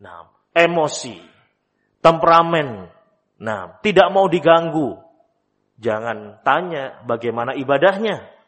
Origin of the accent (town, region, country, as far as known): Java, Indonesia